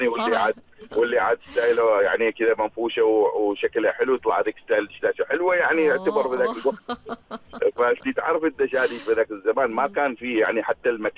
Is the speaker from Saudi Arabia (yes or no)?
no; Oman; نحن يعني كعمانيين